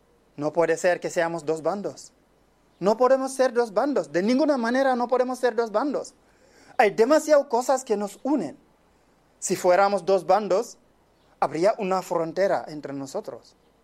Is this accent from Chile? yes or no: no; Senegal; Spanish is a second language; now in Valencia, Spain; soy de Senegal. Llevo 10 años viviendo en Valencia.